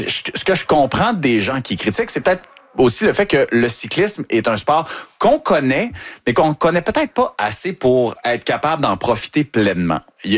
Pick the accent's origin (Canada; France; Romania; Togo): Canada; Montreal, Quebec; en tant que Montréalais